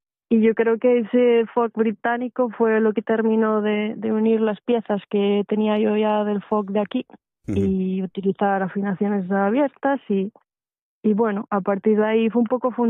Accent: Corias, Asturias, Spain; born there; also born or lived in Xedré, Cangas del Narcea; yo nací en Corias, tengo que decirlo para que nadie se me enfade, y fue cuando yo pasaba para el instituto que nos mudamos para Xedré. Mi padre ya es original de Xedré y siempre tuvo la espinina esa en él, que siempre quiso volver para la su casa.

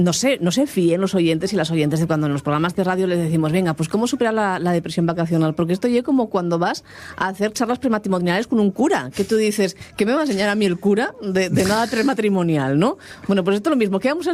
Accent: Gijón, Asturias, Spain; como buena gijonesa, los gijoneses, ¿de qué vamos a dibujar si no es cosas de Gijón?

